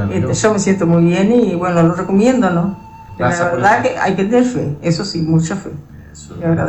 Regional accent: Paysandú, Uruguay; no soy ni de acá, soy de Paysandú, ando de paz, como quien dice.

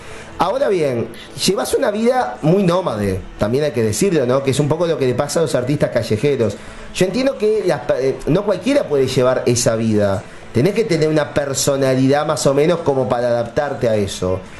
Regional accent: Uruguay; Porque viste que el uruguayo no es tan abierto como el argentino. Somos más cerraditos.

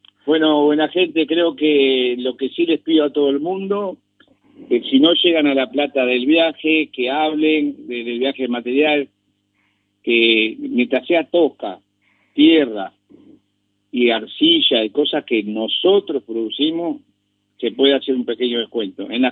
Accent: Canelones, Uruguay; pero yo soy canario y soy orgulloso de ser canario

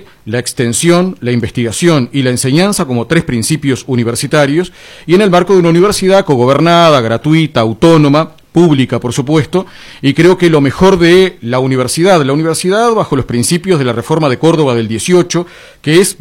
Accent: Canelones, Uruguay; Yo mismo soy del interior, de Canelones

